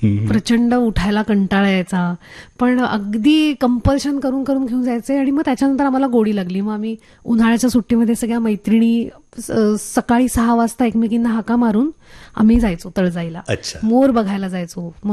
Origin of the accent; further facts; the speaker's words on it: Pune, Maharashtra, India; सहकारनगरमध्ये आम्ही राहतो. माझं बालपण सगळं तिकडे गेलं आणि सहकारनगरच इतकं काय म्हणू नेचरमध्ये आहे, म्हणजे निसर्गाच्या सान्निध्यात आहे. कारण इकडे तळजाई, तिकडे वाघजाई, इथे पर्वती, असं तिन्ही बाजूंच्या मध्ये ते आहे.